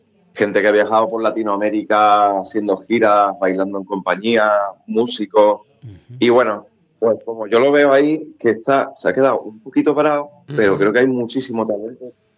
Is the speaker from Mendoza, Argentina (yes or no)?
yes; Mendoza, Argentina; Yo empecé muy de chico aquí, empecé con tres o cuatro años con Ana María Guado de Renma. Una profesora de flamenco de las primeras que ha habido aquí en Mendoz